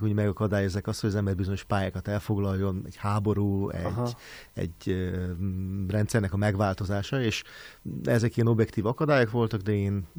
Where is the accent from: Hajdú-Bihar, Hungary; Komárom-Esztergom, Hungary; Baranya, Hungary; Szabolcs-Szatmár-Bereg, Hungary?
Baranya, Hungary; Pécs; Pécsi Egyetemen végeztem. Ott én pécsi vagyok, pécsi származású vagyok egyébként is, és ott folytattam a tanulmányaimat, majd Németországban is tanultam még, Frankfurtban.